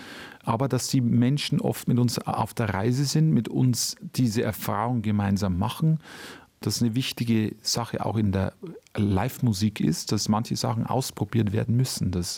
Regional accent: Bavaria, Germany

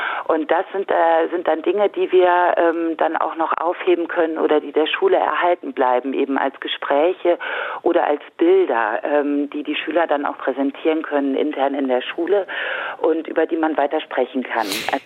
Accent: Saarland, Germany; selbst ich bin jetzt doch schon älter, bin Saarländerin

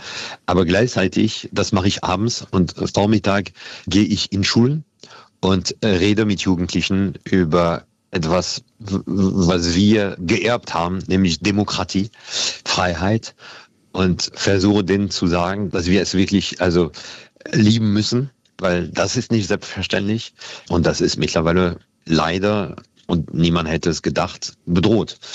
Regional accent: Paris, Île-de-France, France; German is a second language; now in Germany; Ich bin eigentlich Franzose, in Paris geboren, in Paris aufgewachsen, mit einer besonderen Geschichte, nämlich meine Großmutter war Auschwitz-Überlebende. Mit dieser Geschichte bin ich nach Deutschland gekommen und dachte, ich bleibe einfach nur kurz.

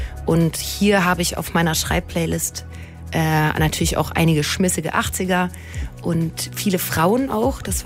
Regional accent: Bavaria, Germany; accent: Upper Bavarian; Es könnte sein, dass mal der ein oder andere fränkische Satz rausrutscht oder mein Oberbayerisch

